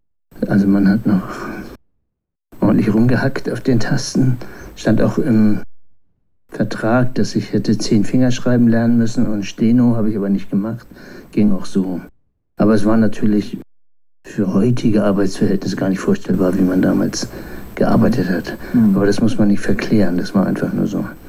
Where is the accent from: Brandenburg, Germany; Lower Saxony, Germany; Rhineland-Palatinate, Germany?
Lower Saxony, Germany; Lüneburg; ich bin in Lüneburg geboren, auf dem Dorf 10 Kilometer weiter aufgewachsen, zum Joanneum gegangen, vorm Abi zu Hause ausgezogen und mich durch Wohngemeinschaften in Stadt und Land geschlagen.